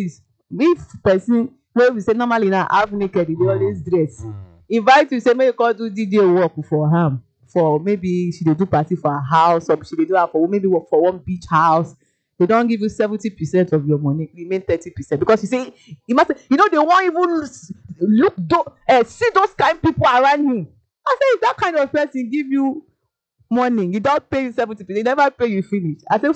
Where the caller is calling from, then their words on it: Lagos, Nigeria; I'm listening from Ikoyi.